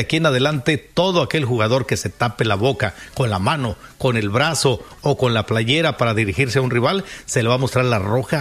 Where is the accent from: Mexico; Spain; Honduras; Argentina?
Mexico; así que ojalá, hombre, como mexicanos, es lo que más queremos, que México mejore, que México avance